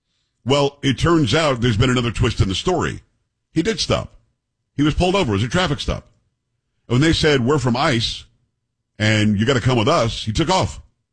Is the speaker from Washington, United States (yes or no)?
no; Florida, United States; born or raised there